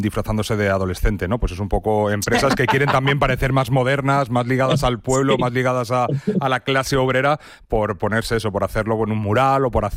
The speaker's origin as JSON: {"language": "Spanish", "town": "Madrid", "region": "Community of Madrid", "country": "Spain", "said": "por ejemplo, como madrileño, el cartel de Sueps y el del tío Pepe del centro ya están consideradas"}